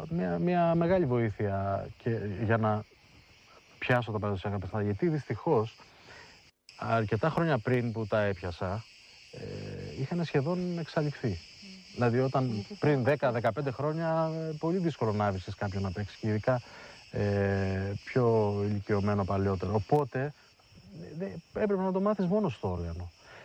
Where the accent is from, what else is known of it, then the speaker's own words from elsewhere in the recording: Heraklion, Crete, Greece; born there; Έκανα σπουδές κλασικής μουσικής, κλασικό πιάνο και κλασικό φλάουτο στο Ηράκλειο που γεννήθηκα, μετά στην Αθήνα και στο εξωτερικό συνέχισα πάλι κλασικές σπουδές